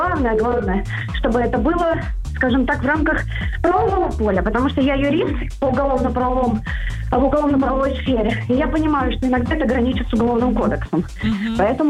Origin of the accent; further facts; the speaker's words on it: Saint Petersburg, Russia; Я из Санкт-Петербурга.